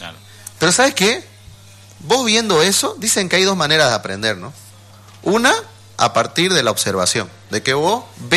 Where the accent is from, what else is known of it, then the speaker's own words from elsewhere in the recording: Bolivia; Yo soy de Oriente.